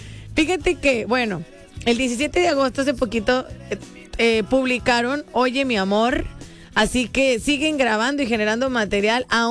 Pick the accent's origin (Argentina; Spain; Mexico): Mexico; como buen mexicano, la verdad que somos fiesteros por naturaleza